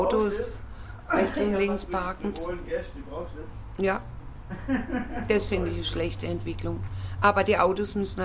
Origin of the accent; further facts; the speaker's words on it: Freiburg im Breisgau, Baden-Württemberg, Germany; ich bin aber in der Erwinstraße, heißt drei Straßen weiter aufgewachsen und habe mich ja nicht weit vermählt mit meinen Kindern. Ja, ja. Also schon lustig, irgendwie im Quartier geblieben.